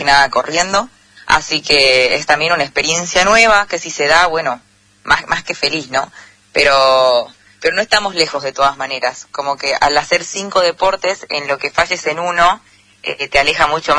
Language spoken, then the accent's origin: Spanish; Salta, Argentina; now in Buenos Aires, Argentina; No, estoy en Buenos Aires, me vine a vivir acá, porque estoy estudiando kinesiología también. Y bueno, ya hace 4 años que me vine acá